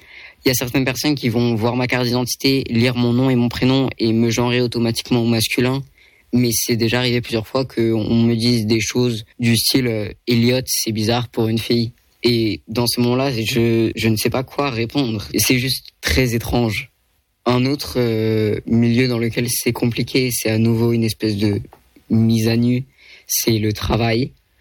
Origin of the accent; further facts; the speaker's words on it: France; born there; je suis français, je suis né en France.